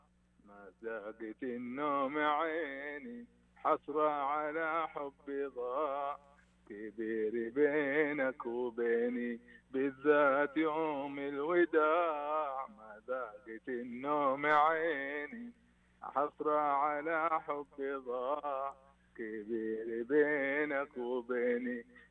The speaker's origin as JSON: {"language": "Arabic", "town": "Mecca", "region": "Makkah Province", "country": "Saudi Arabia", "tie": "born or raised there", "said": "أنا ولد مكة"}